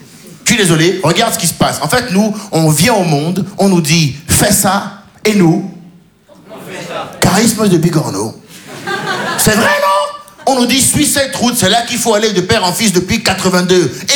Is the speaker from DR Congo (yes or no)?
no; Benin